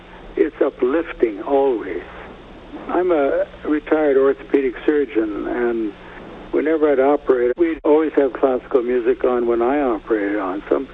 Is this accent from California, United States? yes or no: no; Kearney, Nebraska, United States; from Kearney.